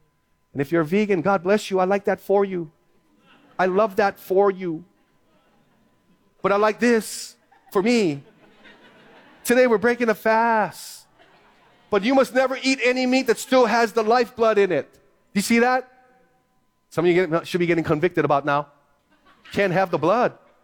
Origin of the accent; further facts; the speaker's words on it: Philippines; I'm Filipino.